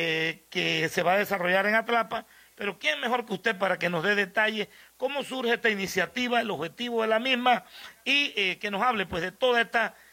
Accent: Azuero, Panama

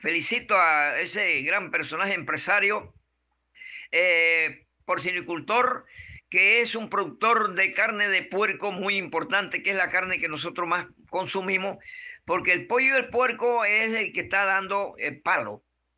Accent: Los Pozos, Herrera, Panama; born there; Vamos a regresar a mi pueblo. Vamos con los pozos.

